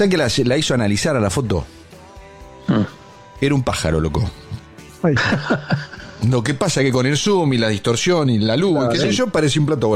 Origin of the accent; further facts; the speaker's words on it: Argentina; Y cuando te quedas sin tiempo, tenés que buscarle la vuelta. Para eso somos argentinos.